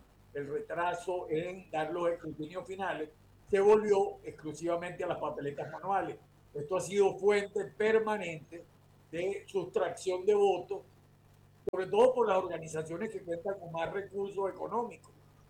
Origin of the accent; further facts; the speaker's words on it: Venezuela; me preocupa a mí como venezolano